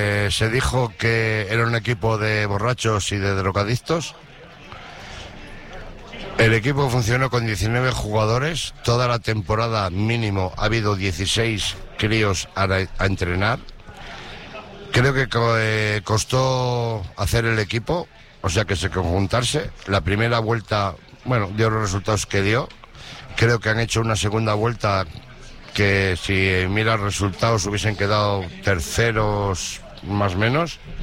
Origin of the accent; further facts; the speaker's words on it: Abionzo, Cantabria, Spain; Soy de Abionzo, ascendencia pasiega.